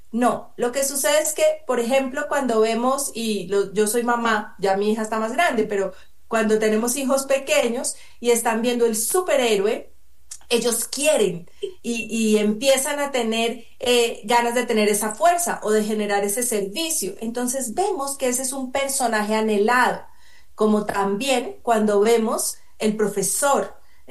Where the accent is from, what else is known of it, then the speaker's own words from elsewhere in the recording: Colombia; yo soy colombiana, soy mujer, mamá, esposa